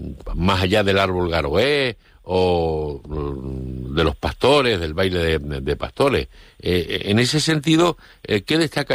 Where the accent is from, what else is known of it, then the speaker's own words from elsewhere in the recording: El Hierro, Canary Islands, Spain; Otra de esas singularidades herreñas que nos identifican como herreño y como canario.